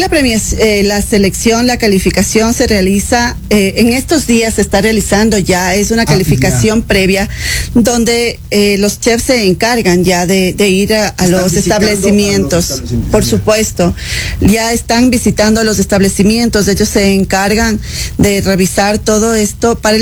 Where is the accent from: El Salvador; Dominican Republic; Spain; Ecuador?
Ecuador; nosotros como ecuatorianos